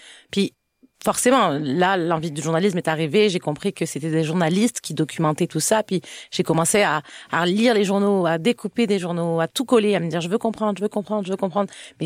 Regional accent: Occitanie, France; moved away as an adult; also born or lived in Montpellier; now in Quebec, Canada; je suis née en France, puis je suis maghrébine. Mais il faut dire que j'ai grandi dans un village catalan. Donc, il y a l'identité catalane qui a aussi pris le dessus. En fait, dans ma région, t'es d'abord catalane avant d'être française.

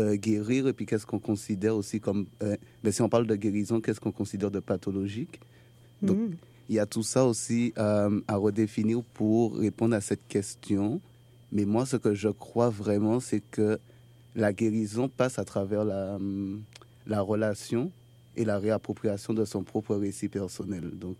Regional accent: Martinique; moved away as an adult; also born or lived in Paris; now in Montreal, Canada; Ça fait 7 ans maintenant que je vis à Montréal. Sinon, je suis originaire de la Martinique, petite île dans la Caraïbe.

